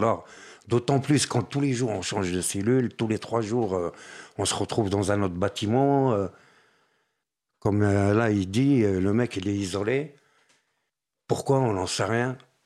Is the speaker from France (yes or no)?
yes; Paris, Île-de-France, France; moi, en tant que Parisien, je me suis retrouvé à l'île Dorée.